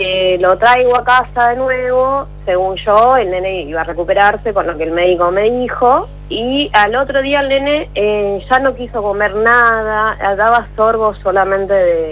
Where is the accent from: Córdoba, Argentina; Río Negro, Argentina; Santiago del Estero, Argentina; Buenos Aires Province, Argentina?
Buenos Aires Province, Argentina; González Catán; Imagínense, yo soy de González Catán, tengo hospitales acá, pero lamentablemente acá los hospitales es la muerte.